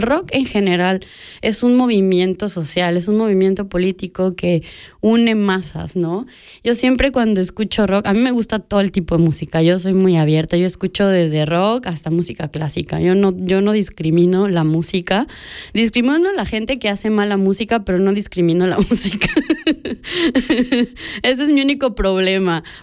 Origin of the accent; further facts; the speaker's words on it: Mexico; now in Switzerland; como latinoamericanos y mexicanos